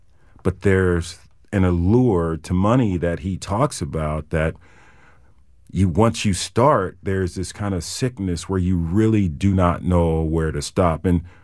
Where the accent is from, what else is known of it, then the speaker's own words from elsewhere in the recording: San Diego, California, United States; the San Diego that I grew up